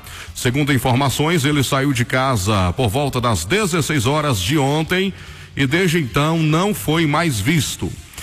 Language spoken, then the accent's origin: Portuguese; Brazil; na cidade de Ibiaçuçu, minha terra natal